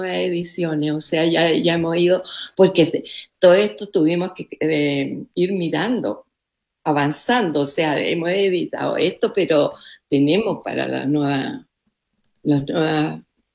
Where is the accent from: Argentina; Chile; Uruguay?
Chile; en 85 años tú has vivido mucho. Y más yo soy chilena, entonces en mi país han sucedido muchas cosas.